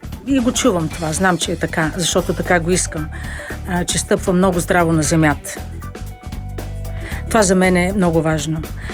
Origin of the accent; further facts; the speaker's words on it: Burgas, Burgas Province, Bulgaria; now in Sofia, Bulgaria; Аз обичам много моя роден град и даже наскоро си купих и жилище там.